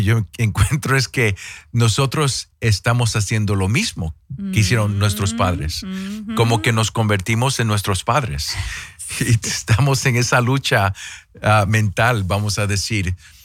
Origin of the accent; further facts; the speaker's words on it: Puerto Rico; yo soy puertorriqueño